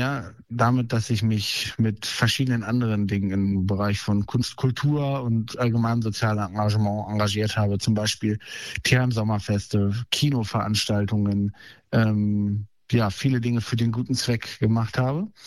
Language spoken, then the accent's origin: German; Northeim, Lower Saxony, Germany; born there; ich bin 20 Jahre alt und ich komme aus Northeim und habe hier mein Abitur gemacht 2025